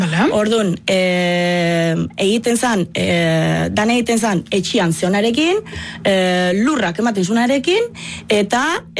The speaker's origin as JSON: {"language": "Basque", "town": "Florence", "region": "Tuscany", "country": "Italy", "moved": "yes", "said": "ba ni Firentzekoa naiz, eta Toskanan dago Firentze, dakizuen bezala"}